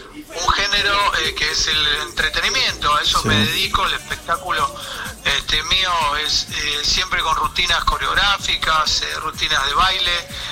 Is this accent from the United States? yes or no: no; Uruguay; born there; also born or lived in Argentina; Yo nací, sí, en Uruguay, y siempre estuve un tiempo en Uruguay y un tiempo en Argentina. Bien. Es más, hice la primaria en Argentina, la secundaria en Uruguay